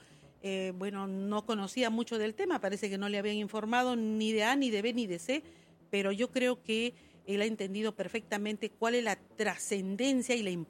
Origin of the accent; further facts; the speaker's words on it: Peru; esta candidata peruana